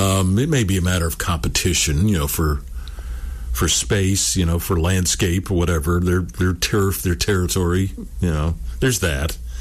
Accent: Seattle, Washington, United States; now in Florida, United States; I'm not a native. I'm a Yankee from Seattle that came here to work on a doctorate in social research and family therapy

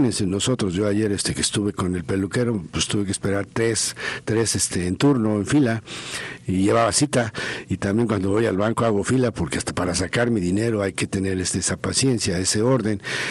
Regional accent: Mexico; de todos los mexicanos que cruzamos

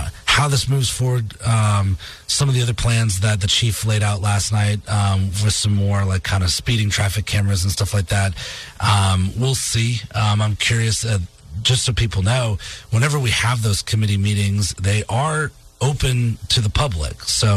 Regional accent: Massachusetts, United States; So I grew up in Northeast Massachusetts and grew up going to Maine

